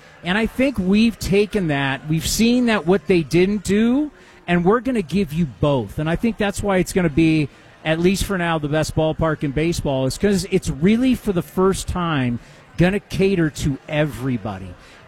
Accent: San Diego, California, United States; moved away as an adult; also born or lived in San Jose, California; I grew up in San Diego, and there was no such thing as hockey until Wayne Gretzky showed up to the Los Angeles Kings

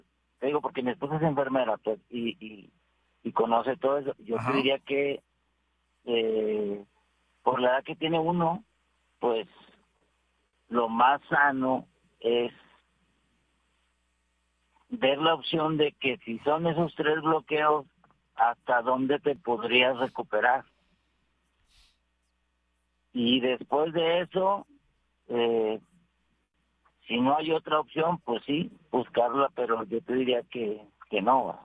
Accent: Monterrey, Nuevo León, Mexico; yo soy de Monterrey y en Monterrey no puedes

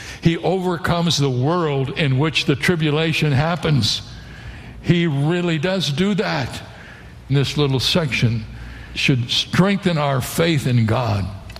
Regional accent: Ohio, United States; born or raised there

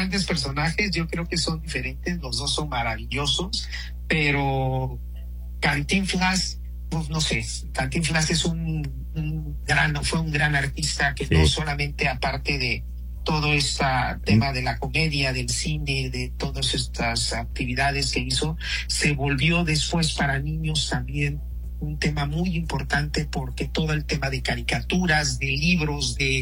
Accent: Mexico

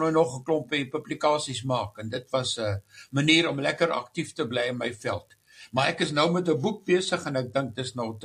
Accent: Namibia; also born or lived in Paarl, South Africa / Potchefstroom, South Africa; now in Western Cape, South Africa; ek is in Paro gebore, nie baie ver hier vandaan nie, en natuurlik, toe ek Namibie het, my pa is toe Namibie toe, en dit is natuurlik waar ek groot geword het, maar ek is 'n gebore Kapenaar, maar in my hart is ek 'n Suidwester

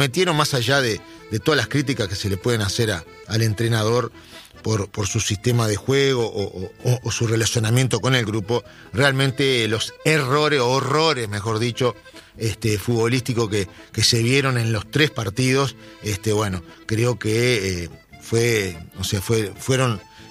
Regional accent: Uruguay; como uruguayos que somos

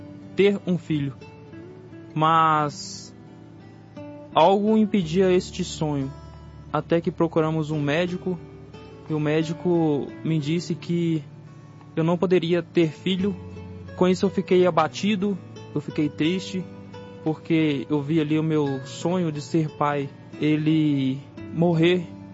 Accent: Pouso Alegre, Minas Gerais, Brazil; sou da cidade de Pouso Alegre, do bairro São Geraldo.

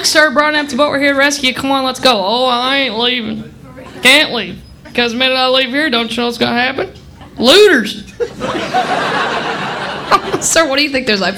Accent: Midwest, United States; moved away as an adult; now in Los Angeles, United States; So I did move to Los Angeles 2 days before the big earthquake. Whew, that was not in the brochure. I'm from the Midwest.

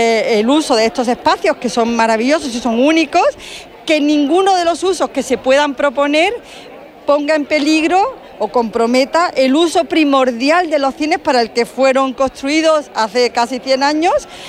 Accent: Córdoba, Andalusia, Spain; qué son y somos los cordobeses y las cordobesas.

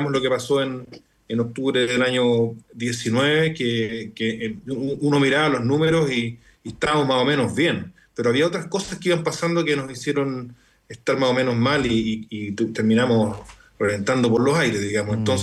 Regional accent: Chile; somos los chilenos y chilenas, quienes vivimos acá

